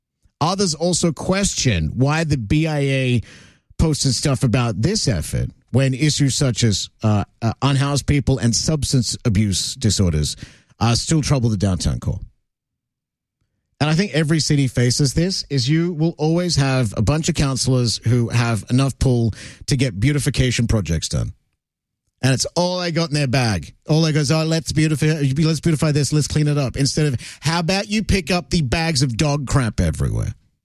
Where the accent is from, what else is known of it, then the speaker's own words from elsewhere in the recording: Australia; And I'm Aussie, guys